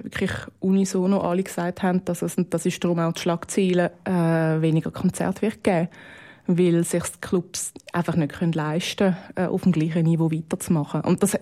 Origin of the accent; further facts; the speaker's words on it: Zurich, Switzerland; also ich komme aus Zürich